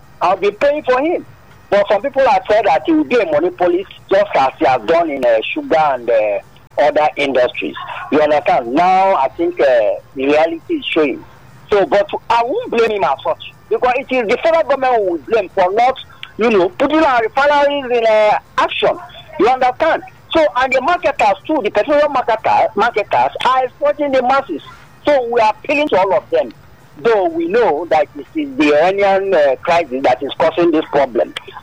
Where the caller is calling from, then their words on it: Ikotun, Lagos, Nigeria; I'm calling from Abaranjo, Nikoto.